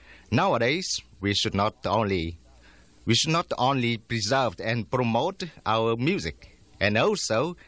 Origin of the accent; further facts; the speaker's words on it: Hanoi, Vietnam; I'm with Mr. Xuân Hoạch. We come from Hanoi. We are members of the Vietnamese Musical Institute and teaching in Hanoi's conservatoire.